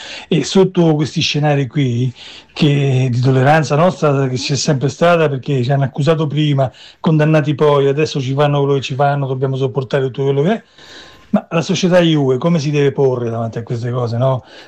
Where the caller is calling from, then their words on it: London, United Kingdom; da Londra.